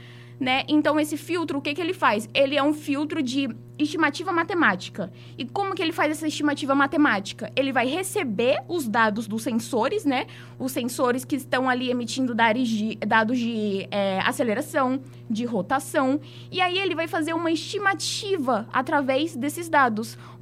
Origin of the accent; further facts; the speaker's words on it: Acre, Brazil; moved away as an adult; now in Maranhão, Brazil; há quase 3 anos eu me mudei do Acre para poder cursar engenharia aeroespacial aqui no Maranhão